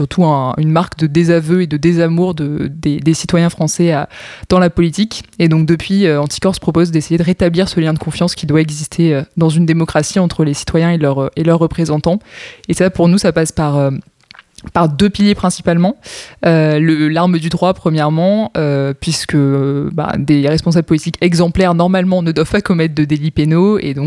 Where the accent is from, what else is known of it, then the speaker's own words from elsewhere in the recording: Provence-Alpes-Côte d'Azur, France; j'ai 26 ans, je suis originaire des Bouches-du-Rhône.